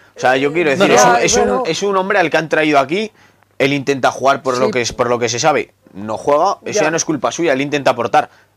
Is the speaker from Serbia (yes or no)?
no; Ardisa, Aragon, Spain; yo saludo a toda la gente de mi pueblo, Ardisa